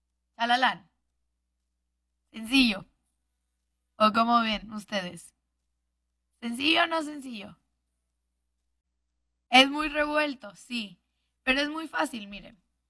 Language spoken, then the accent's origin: Spanish; Monterrey, Nuevo León, Mexico; acá estamos en el norte, soy norteña, soy regia.